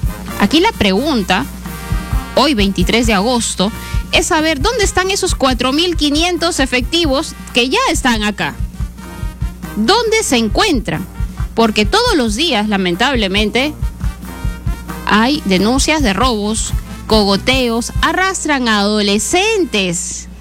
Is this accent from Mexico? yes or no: no; Lambayeque, Peru; Nosotros, como lambayecanos, necesitamos de la seguridad que nos puede ofrecer la policía.